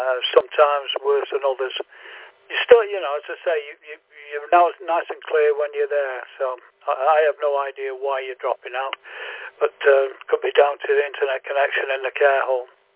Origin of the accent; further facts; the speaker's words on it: Manchester, North West England, United Kingdom; now in Wrexham, United Kingdom; I'm from Manchester myself. I'm over near Wrexham in North Wales, but born and bred in Manchester.